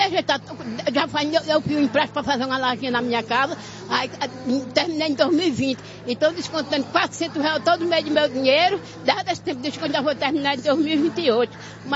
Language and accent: Portuguese; Paraíba, Brazil; moved away; Eu vim da Paraíba em 2010, morrendo, coração inchado, não tinha médico, tinha nada, tinha cirurgia, eu vim da Paraíba, sofrendo